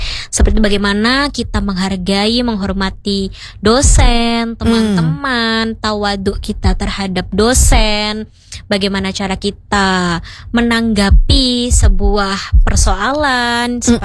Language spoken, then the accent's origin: Indonesian; Lampung, Indonesia; Jadi Haula Benazir itu titik pusatnya ada di Lampung, karena saya sendiri dari Lampung ya.